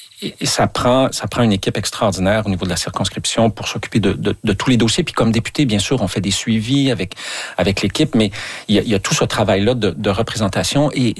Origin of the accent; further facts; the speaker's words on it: La Tuque, Quebec, Canada; Moi, je viens de Latuc. Alors, l'offre culturelle au début des années 80 à Latuc, c'était limité.